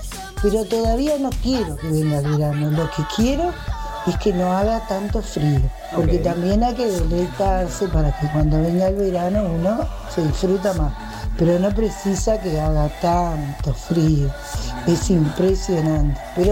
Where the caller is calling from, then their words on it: Montevideo, Uruguay; de Malvin, de vacaciones, disfrutando.